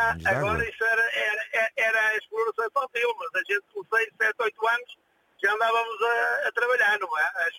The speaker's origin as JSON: {"language": "Portuguese", "town": "Lousada", "region": "Porto", "country": "Portugal", "tie": "born or raised there", "said": "eu, na minha zona, onde eu sou natural do Conselho de Lousada, ali de uma freguesia do Lousada e Santo Lara de Barrosas, somos conhecidos pelo meu pai"}